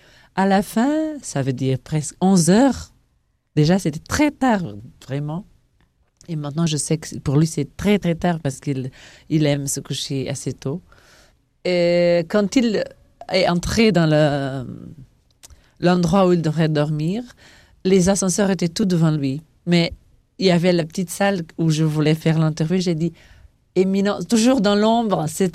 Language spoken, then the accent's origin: French; Portugal